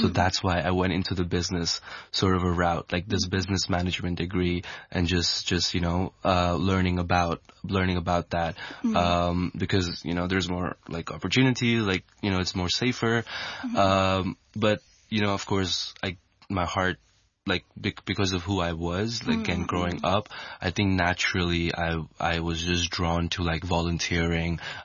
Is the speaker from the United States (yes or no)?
no; Hong Kong; growing up, it was quite like positive in the sense that like growing up in Hong Kong, because Hong Kong is an international city